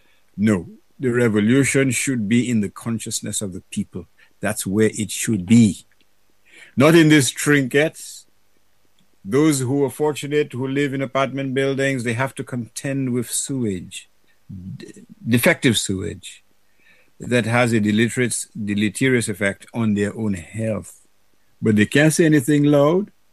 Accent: Portsmouth, Saint John Parish, Dominica; I grew up in Portsmouth. I spent time in Vekas.

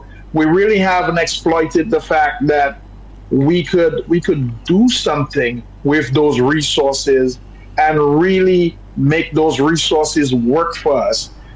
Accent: Dominica; moved away; I am from Dominica and I love my country very much.

